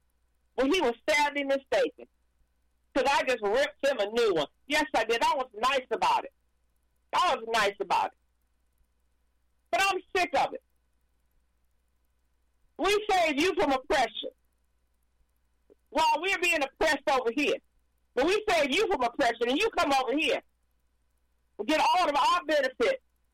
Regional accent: United States; I'm an American. I was born here, raised here.

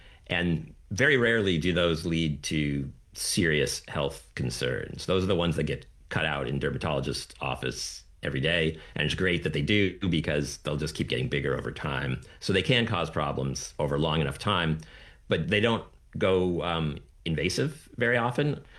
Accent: Florida, United States; Like, I grew up in Florida in the 80s and 90s.

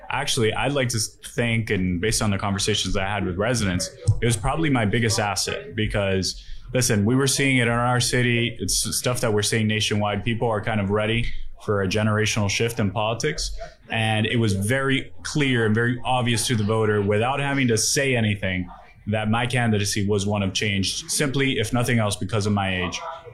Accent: Hialeah, Florida, United States; Hialeah is a city where we have over 300,000 residents. So, you know, to be able, and it's my hometown, most importantly.

